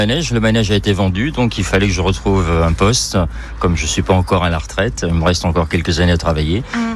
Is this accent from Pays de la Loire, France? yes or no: yes; Saint-Gilles-Croix-de-Vie, Pays de la Loire, France; Ouais, moi je suis né rue du Gavillot, juste à côté d'une usine à sardines, dans les années 60. Et j'ai toujours été bercé et mangé de la sardine, et surtout de la sardine de Saint-Gilles-Croix-de-Vie.